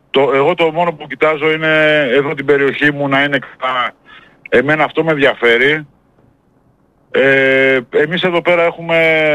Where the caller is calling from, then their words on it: Paliouri, Greece; από το Παλιούρι.